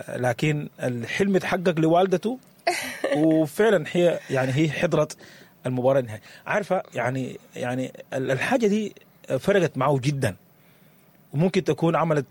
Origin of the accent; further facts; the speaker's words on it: Sudan; عندنا كسودانيين